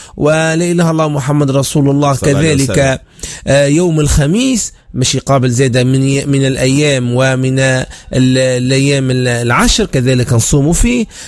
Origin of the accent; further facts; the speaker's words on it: Tunisia; بلدنا تونس.